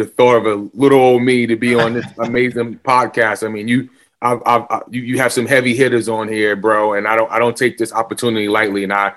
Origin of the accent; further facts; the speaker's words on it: Riverhead, New York, United States; So I grew up in Riverhead, New York